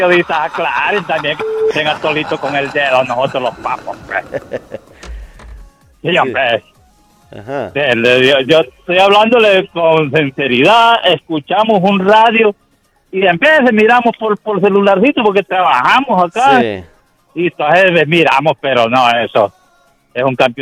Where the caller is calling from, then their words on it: Tegucigalpa, Francisco Morazán, Honduras; Aquí en Tegucigalpa.